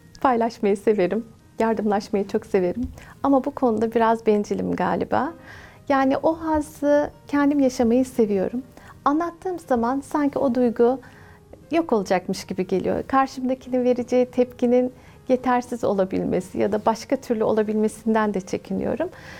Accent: Amasya, Turkey; Amasyalıyım çünkü Amasyalılar çok çay içerler.

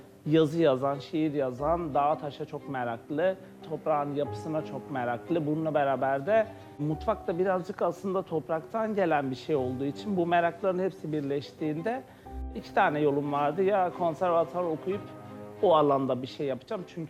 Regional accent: Ağrı Province, Turkey; 1984 Ağrı doğumluyum. Ağrı çok yapısı itibariyle soğuk ve küçük bir ilimiz. Kalabalık bir ailede büyüdüm.

